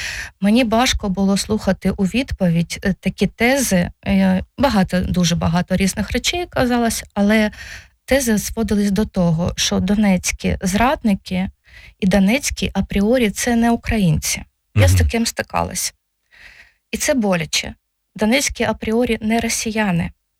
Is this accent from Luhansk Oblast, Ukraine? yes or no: yes; Luhansk Oblast, Ukraine; born or raised there; moved away as an adult; now in Vinnytsia, Ukraine